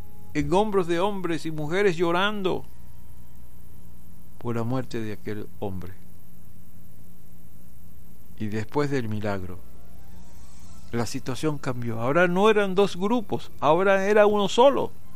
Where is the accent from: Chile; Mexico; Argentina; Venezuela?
Venezuela; como venezolanos, como compatriotas